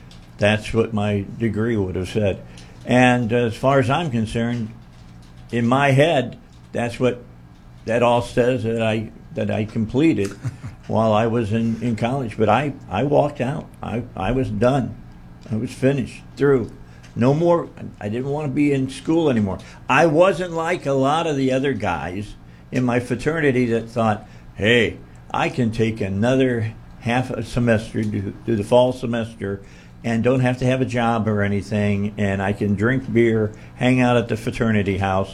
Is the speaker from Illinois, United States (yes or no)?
yes; Illinois, United States; moved away; I grew up outside of Chicago